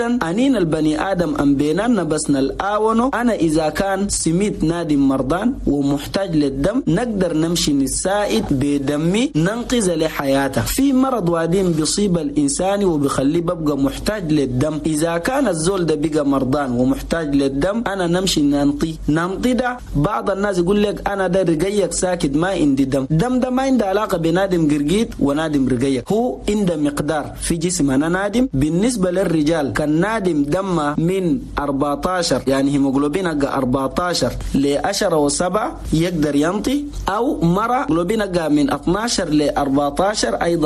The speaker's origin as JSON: {"language": "Arabic", "country": "Chad", "said": "نقول لأخواننا المواطنين جميعا في بلدنا تشاد"}